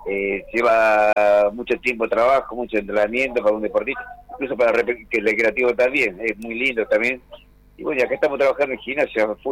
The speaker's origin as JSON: {"language": "Spanish", "town": "Río Gallegos", "region": "Santa Cruz", "country": "Argentina", "tie": "born there", "also_born_or_lived": "Gobernador Gregores", "said": "yo soy nacido en Río Gallegos y yo me inicié en Gobernador Gregores. con mi madre vivía allá, vivimos allá en Gregorio en el año 84"}